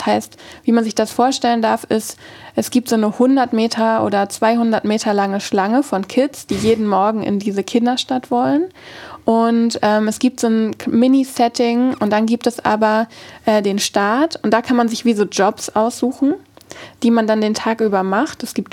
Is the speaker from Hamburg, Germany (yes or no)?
yes; Hamburg, Germany; ich bin schon da an Hamburg aufgewachsen und so teilweise in Wilhelmsburg.